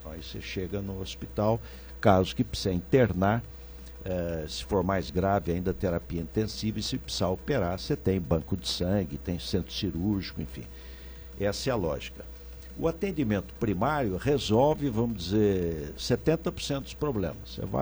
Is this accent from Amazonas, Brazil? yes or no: no; Pindamonhangaba, São Paulo, Brazil; born there; Eu nasci na Santa Casa de Pindamonhangaba.